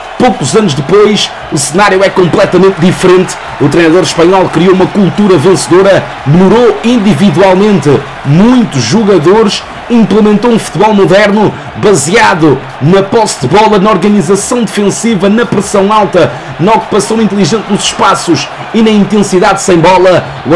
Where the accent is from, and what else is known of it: Portugal